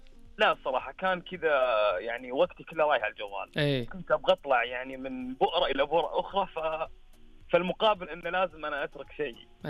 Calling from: Al-Ahsa, Eastern Province, Saudi Arabia; أهلا من الشرقية.

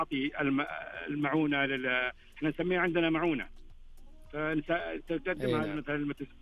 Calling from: Asir, Saudi Arabia; من محافظة بالقرن.

